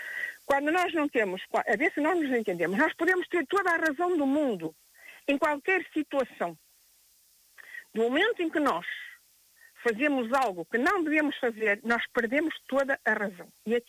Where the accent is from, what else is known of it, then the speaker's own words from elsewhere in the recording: Portugal; moved away; anos em Portugal, e depois dos 33 voltei para Portugal. Tive 20 anos ausente, mas estou aqui. Amo a minha terra como muito poucos podem amar.